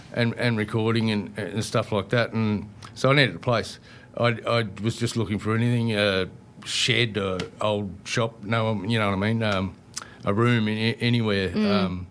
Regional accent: Kyabram, Victoria, Australia; No, I'm only an hour away. I'm in my hometown, Kyabram, so...

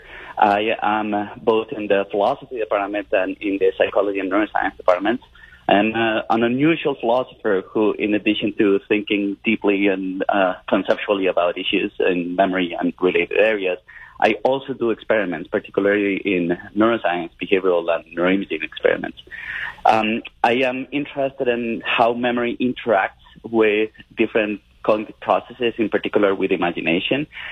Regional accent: Bogotá, Colombia; I'm from Colombia. I grew up in the 1980s and 1990s in a very, very violent country in a very violent city, which was Bogotá.

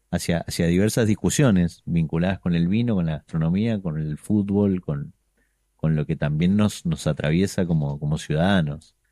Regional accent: Argentina; yo soy argentino

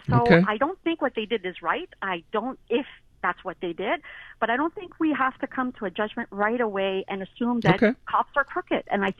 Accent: Montreal, Quebec, Canada; I grew up in Montreal North, and it's a culture that's a very rich population, but it's not an easy population

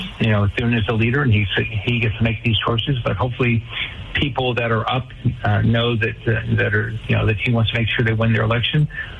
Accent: Florida, United States; I'm from Florida, so we know how to work.

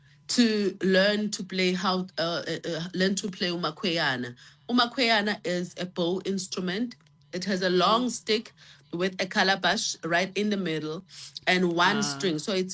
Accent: Mandeni, KwaZulu-Natal, South Africa; I grew up in Mandeni, north of KZN, which is Amakhaya.

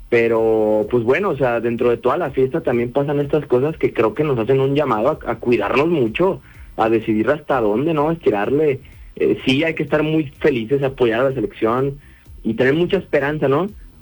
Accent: Mexico; y es que como mexicanos, bueno, no sé si es tema de nuestro país, pero de repente los festejos se nos salen de las manos

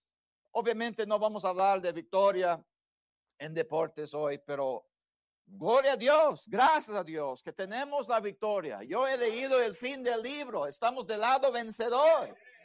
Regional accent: Brazil; moved away; la mayoría sabe que yo fui criado en Brasil.

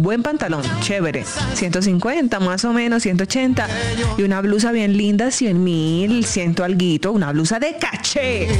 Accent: Caribbean coast, Colombia; Soy costeña.

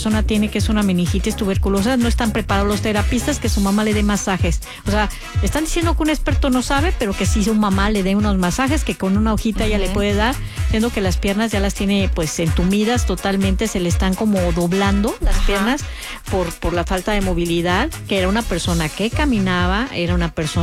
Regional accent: Mexico

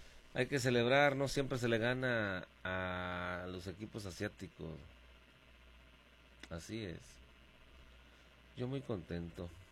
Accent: Mexico; lo mestizo no se nos quita, somos mexicanos muy bonitos.

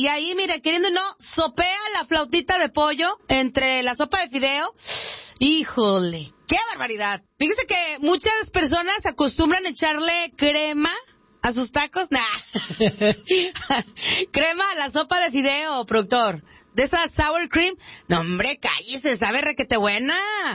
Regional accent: Zacatecas, Mexico; moved away; Me acuerdo en mi infancia por allá en Zacatecas.

